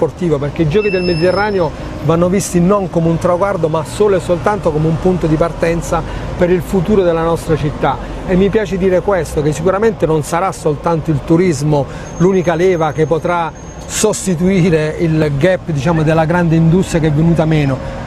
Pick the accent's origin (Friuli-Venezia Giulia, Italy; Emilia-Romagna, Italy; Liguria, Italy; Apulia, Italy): Apulia, Italy; Taranto; io sono un tarantino, c'ho una cozza a fianco al cuore